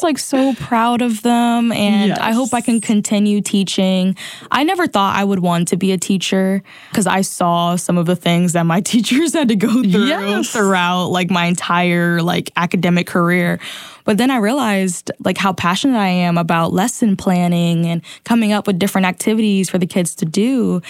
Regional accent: the North, United States; now in Roanoke, United States; especially since I'm from the North and there's so many like cultural differences.

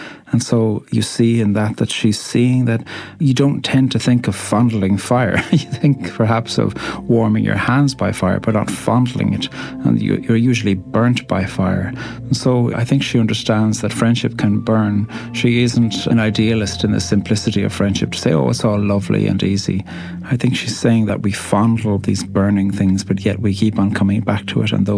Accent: Ireland; I'm an Irish poet.

